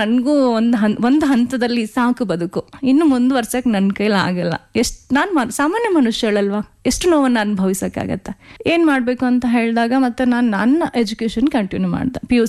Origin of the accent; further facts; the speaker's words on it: Bengaluru, Karnataka, India; also born or lived in Dwaralu, Sira taluk; ನಾನು ಹುಟ್ಟಿ ಬೆಳೆದಿದ್ದು ಮೂಲತಃ ಬೆಂಗಳೂರು. ನಮ್ದು ಸ್ವಂತ ಊರು ಬಂದು ಶಿರಾ ತಾಲೂಕಿನ ದ್ವಾರಾಳು ಅನ್ನೋ ಒಂದು ಗ್ರಾಮ.